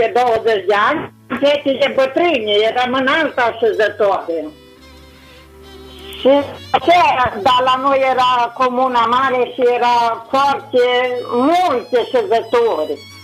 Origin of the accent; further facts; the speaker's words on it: Moisei, Maramureș County, Romania; moved away as an adult; now in Sânicoară, Romania; eu sunt din Moisei.